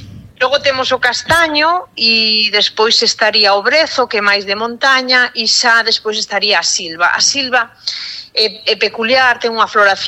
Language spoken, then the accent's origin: Galician; Beirán, Galicia, Spain; Eu son de Beirán, veciña aí de Valladares tamén, claro.